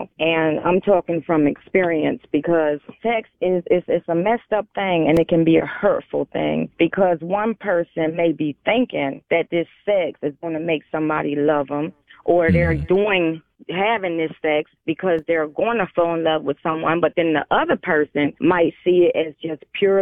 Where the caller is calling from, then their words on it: Fayetteville, United States; I'm calling from Fayetteville.